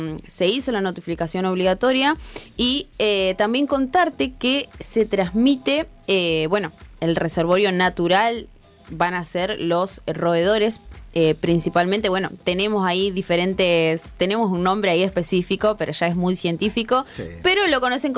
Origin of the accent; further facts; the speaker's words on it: San Jaime de la Frontera, Entre Ríos, Argentina; también desde mi pueblo, desde San Jaime de la Frontera 92.3 FM Ayer.